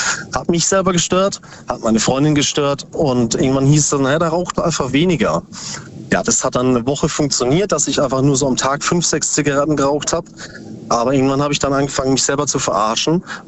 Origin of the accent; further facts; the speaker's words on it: Bruchsal, Baden-Württemberg, Germany; Aus Substadt Weiher, nee, Bruchsal.